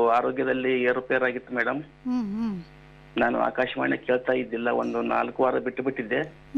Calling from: Jokur, Karnataka, India; Madam ಜೋಕೂರಿಂದ.

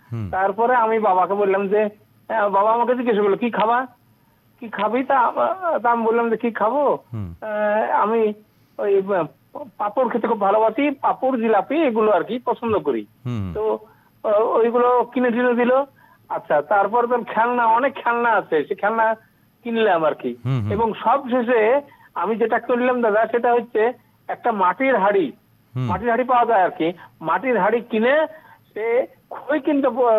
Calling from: Berhampore, West Bengal, India; আমি পশ্চিমবঙ্গের মুর্শিদাবাদ জেলার বহরমপুর থেকে … বলছি দাদা।

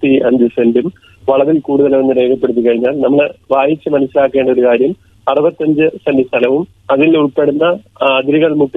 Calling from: Thiruvananthapuram, Kerala, India; ഞാൻ തിരുവനന്തപുരം ശ്രീകാര്യത്തിൽ നിന്നാണ് വിളിക്കുന്നത്.

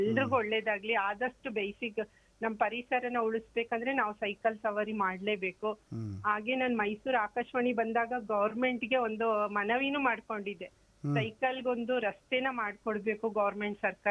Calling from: Karnataka, India; Chennai ಬಡಾವಣೆಯಿಂದ madam.

